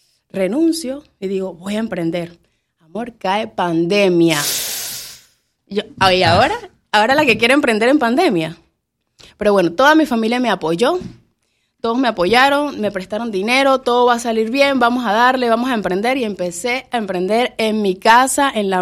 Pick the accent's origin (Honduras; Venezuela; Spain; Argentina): Venezuela; moved away as an adult; yo soy de Venezuela. Llegué aquí